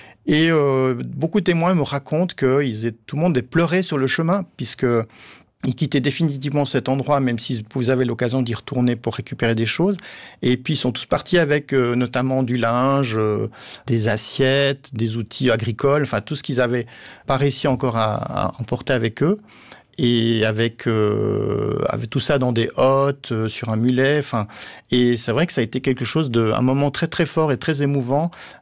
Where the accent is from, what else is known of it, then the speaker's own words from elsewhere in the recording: Valais, Switzerland; j'étais étudiant en histoire à l'université de Genève. Moi-même, je suis valaisan